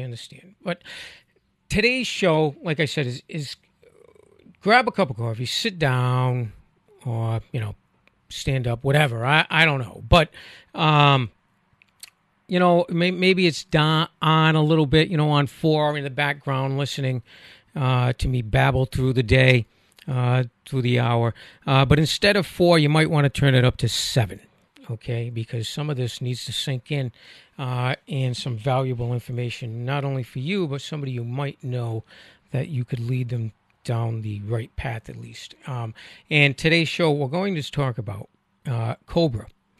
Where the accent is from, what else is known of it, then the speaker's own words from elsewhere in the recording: Rhode Island, United States; accent: Rhode Island; I try my hardest to not project my Rhode Island accent